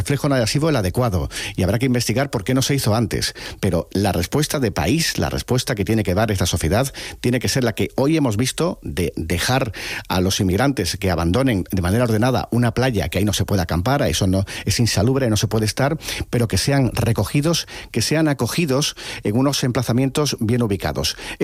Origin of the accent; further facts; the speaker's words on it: Spain; Yo no estoy entendiendo, como ser humano, como ciudadano español